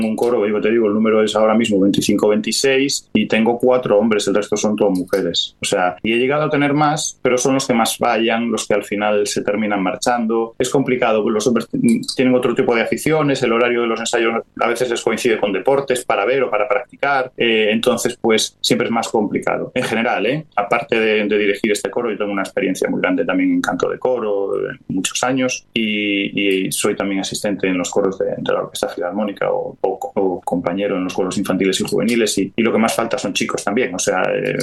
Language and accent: Spanish; Galicia, Spain; now in Canary Islands, Spain; Galicia, que además es mi tierra. Yo, bueno, yo vivo en Canarias hace ya casi 30 años y soy como adoptado aquí, como todo el mundo me dice, pero yo gallego siempre seré